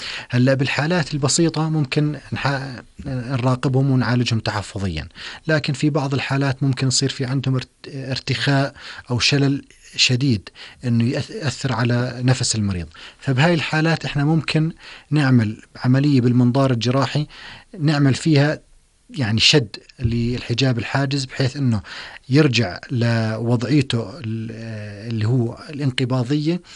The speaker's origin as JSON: {"language": "Arabic", "country": "Jordan", "said": "عندنا بالأردن"}